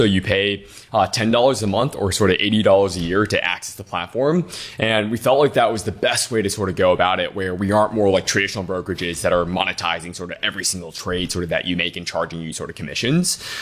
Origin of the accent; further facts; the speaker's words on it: Detroit, Michigan, United States; So born and raised in Detroit, my parents are immigrants. We didn't have a lot